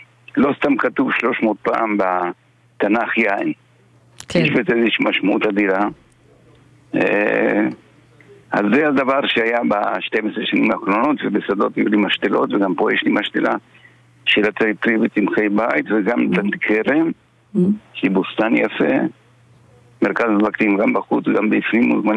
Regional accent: Argentina; now in Israel; אני מארגנטינה

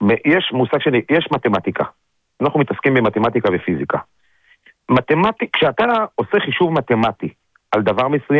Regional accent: Central District, Israel; אני מהמרכז

